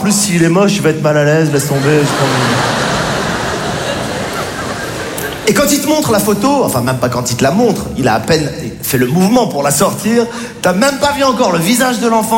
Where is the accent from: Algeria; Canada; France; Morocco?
Morocco; born there